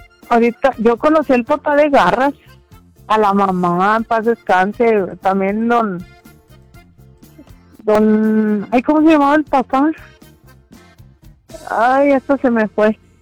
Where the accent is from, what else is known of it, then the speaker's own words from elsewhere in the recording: Calera, Zacatecas, Mexico; yo vivía en la estación. Bueno, de chiquilla y de grande ya vivía en Calera.